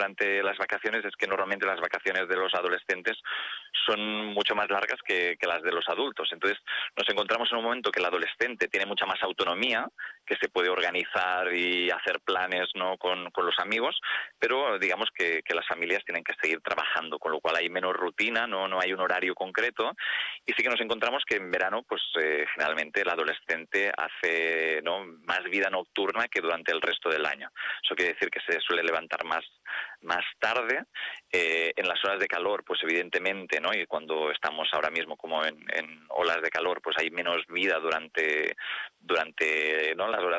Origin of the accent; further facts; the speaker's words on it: Figueres, Catalonia, Spain; Mira, yo mismo, en mi tierra, que yo soy del Alt Empordà, de Figueras